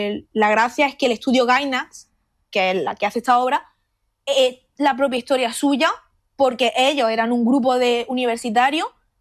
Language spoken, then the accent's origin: Spanish; Jaén, Andalusia, Spain; now in Getafe, Spain; yo, por ejemplo, que soy de 2001, que soy de Jaén